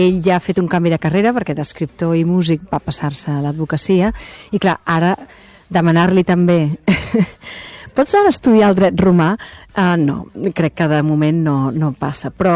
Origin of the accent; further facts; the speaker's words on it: Catalonia, Spain; moved away as an adult; also born or lived in Madrid / New York; now in London, United Kingdom; com a actriu catalana i espanyola